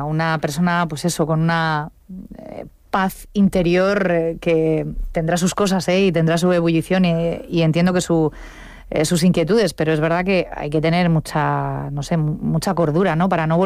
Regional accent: Cartagena, Region of Murcia, Spain

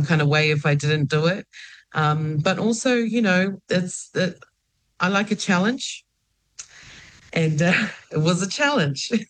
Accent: Ha'apai, Tonga; I'm from Hapai. I'm from Tongolileka.

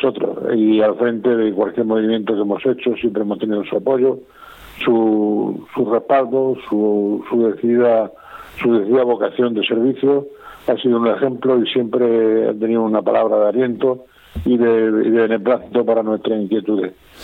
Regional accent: Region of Murcia, Spain; para animándonos a seguir diciendo que somos murcianos, proclamándolo y dando ejemplo de vida.

